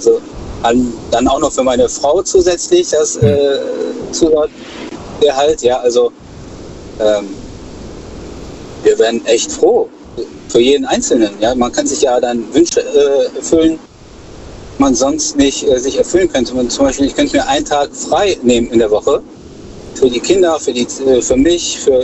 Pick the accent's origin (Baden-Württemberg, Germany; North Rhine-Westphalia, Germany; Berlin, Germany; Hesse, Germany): North Rhine-Westphalia, Germany; Düsseldorf; Nee, ich komme aus Düsseldorf.